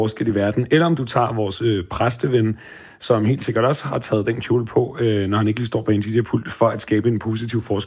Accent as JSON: {"language": "Danish", "town": "Allinge", "region": "Capital Region of Denmark", "country": "Denmark", "tie": "born or raised there", "said": "hjemme i Allinge på Bornholm, så var det helt sikkert også for at gøre noget fedt for mine venner og for mig selv"}